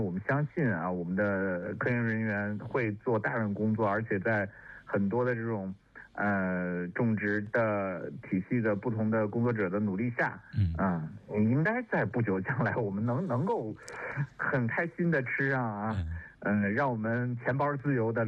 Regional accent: China; 这就会越来越适合我们中国人的咖啡杯了。

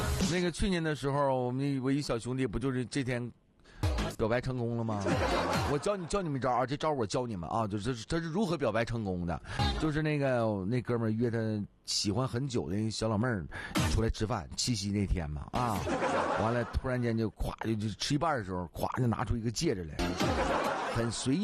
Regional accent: China

